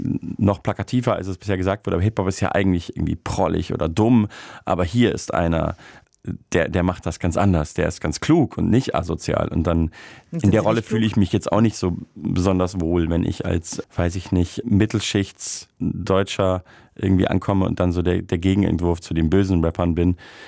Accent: Munich, Bavaria, Germany; moved away; Ich habe da zwar nie gelebt, aber bin ja ursprünglich aus München und war da sehr viel.

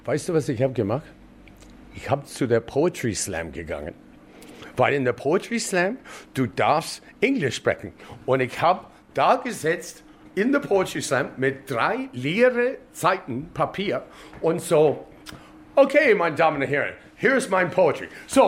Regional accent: Canada; German is a second language; moved away as an adult; now in Munich, Germany; ich als Kanadier, scheißegal, ich bin hier so lang

